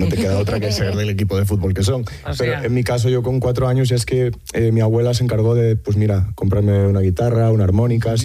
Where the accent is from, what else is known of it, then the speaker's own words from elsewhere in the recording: Galicia, Spain; Pues sí, yo hasta entonces andaba más por fuera de Galicia, me costaba ser profeta en mi tierra, la verdad.